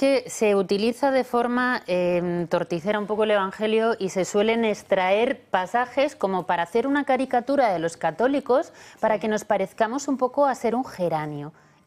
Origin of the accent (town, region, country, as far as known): Spain